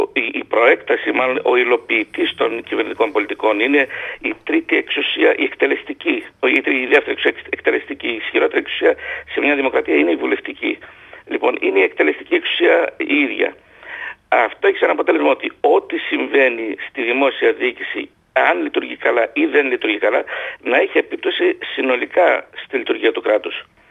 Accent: Epirus, Greece; Είμαι από την Ήπειρο

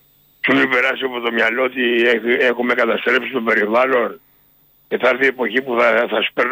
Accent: Corfu, Ionian Islands, Greece; born or raised there

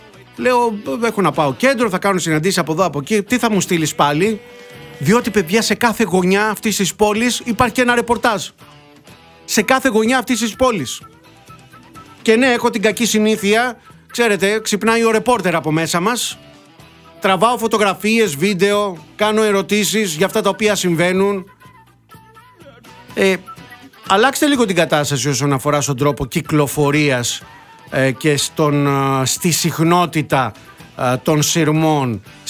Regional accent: Peloponnese, Greece; now in Athens, Greece; από τη Σπάρτη στα μέρη μας. Στους Μολάους, στη Μονεβασιά

